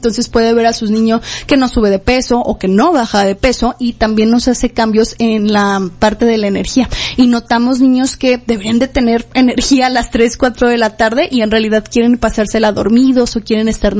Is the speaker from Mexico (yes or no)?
yes; Mexico